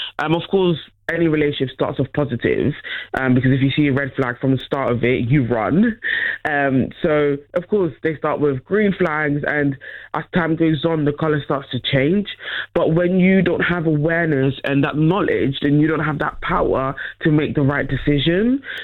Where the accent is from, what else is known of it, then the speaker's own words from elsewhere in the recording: Netherlands; I grew up in the Netherlands.